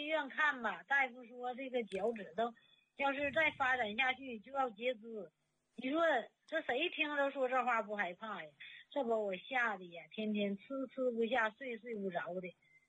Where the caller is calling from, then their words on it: Changchun, Jilin, China; 我是吉林长春的。